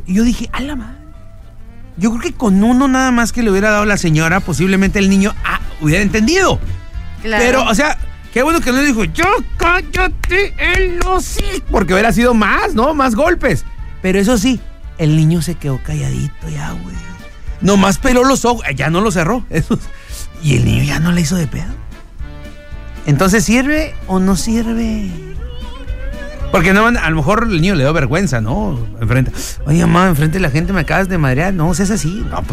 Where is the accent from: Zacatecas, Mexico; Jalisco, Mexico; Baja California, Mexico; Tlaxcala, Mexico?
Baja California, Mexico; Mexicali; Sí, yo soy de la Santa Isabel. Bueno, yo crecí en la Santa Isabel, efectivamente, amiga. Una colonia hermosa.